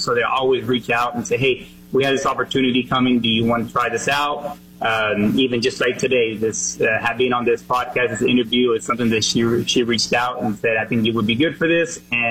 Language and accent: English; Fort Worth, Texas, United States; At the age of two, I ended up, we moved to Texas, and I was raised there in Fort Worth.